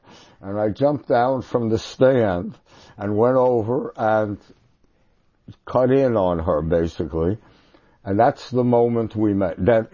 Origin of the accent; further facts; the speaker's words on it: New York City, New York, United States; I grew up on Central Park West and 94th Street.